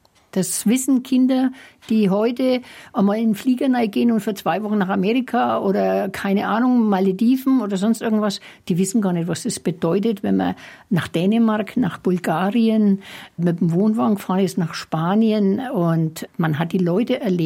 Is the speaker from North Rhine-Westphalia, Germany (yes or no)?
no; Schwabach, Bavaria, Germany; born or raised there; also born or lived in Kelheim